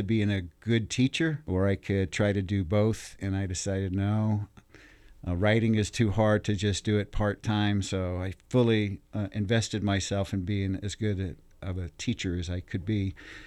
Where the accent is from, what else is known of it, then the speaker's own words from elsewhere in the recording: Georgia, United States; my understanding of myself as a Muskogee man, because I didn't grow up in Oklahoma, I grew up in Georgia, but I had relatives in Oklahoma and we would visit there often.